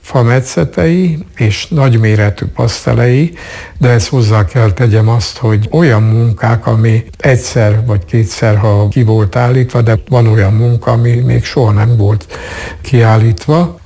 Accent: Cluj County, Romania; Oda jártam, a Farkas utcában nőttem föl, egykori betlenemes kis palotának is lehetne mondani, ez pont középen van, a Farkas utcai templom, illetve a piarista gimnázium között

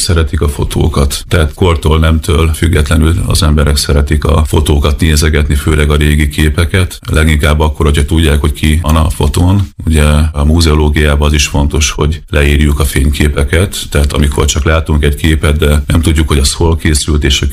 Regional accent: Szabolcs-Szatmár-Bereg, Hungary; én egy kis szabolcsi faluban nőttem fel, ott édesapám lelkész volt egészen nyugdíjas koráig, és én gyakorlatilag egy ilyen gyülekezetben nőttem fel, tehát egészen kisgyerekkoromban költöztünk oda

